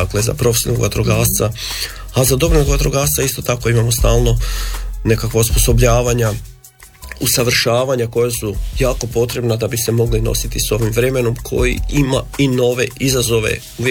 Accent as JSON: {"language": "Croatian", "town": "Tugonica", "region": "Krapina-Zagorje County", "country": "Croatia", "said": "kod nas u Tugonici"}